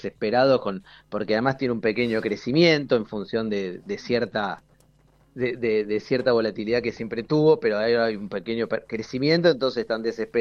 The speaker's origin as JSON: {"language": "Spanish", "region": "Buenos Aires", "country": "Argentina", "said": "somos bastante llorones los porteños."}